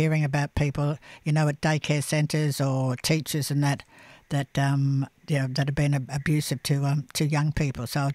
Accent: Nambour, Queensland, Australia; I was born Maroon. I'll die Maroon, you know. I grew up in Nambour on the Sunshine Coast, you know.

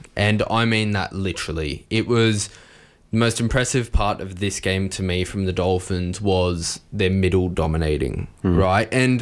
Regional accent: Campbelltown, New South Wales, Australia; I grew up playing tennis at West Club, La Mia, right around the corner from Campbelltown Sports Stadium.

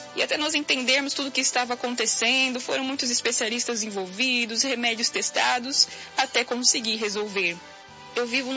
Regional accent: Lençóis Paulista, São Paulo, Brazil; Paz do Senhor, irmãos … tenho 28 anos, cidade de Lençóis Paulista, São Paulo, e sou da Igreja Pentecostal Deus de Amor desde o meu nascimento.

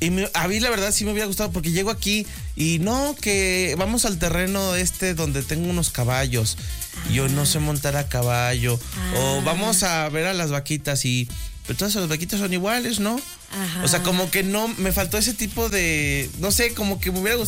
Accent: Mexico City, Mexico; Yo nací en la Ciudad de México, mi niñez. Uh-huh. Y parte de mi adolescencia fue allá.

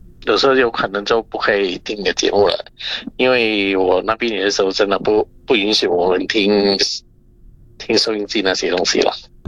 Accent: Singapore; 希望我们新加坡人可以 upgrade 我们自己嘛

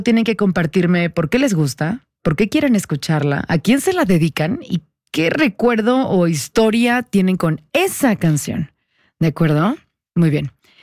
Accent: Mexico; es importante que como mexicanos mantengamos el orgullo por nuestra cultura

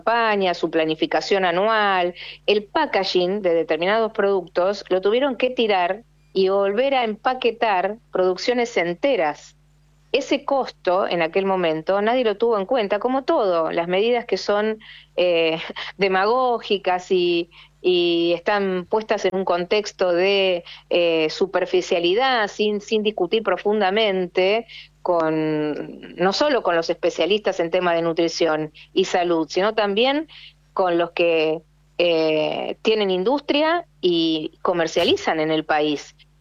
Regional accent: Argentina; uno como argentino

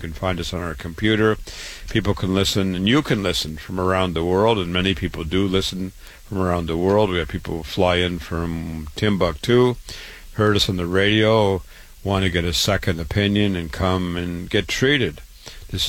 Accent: Waterloo, Iowa, United States; was born and raised in Waterloo, Iowa, went to the University of Iowa, MD at 25, my home state

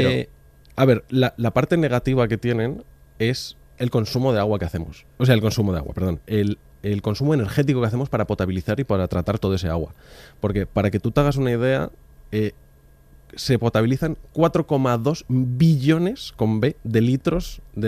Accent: Madrid, Community of Madrid, Spain

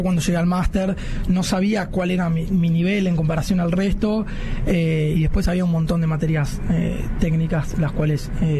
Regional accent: Argentina; moved away; nosotros como argentinos somos también muy capaces

